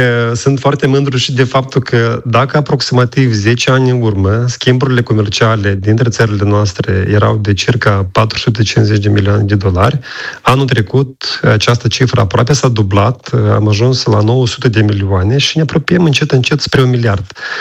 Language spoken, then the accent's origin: Romanian; Moldova; moved away as an adult; now in Italy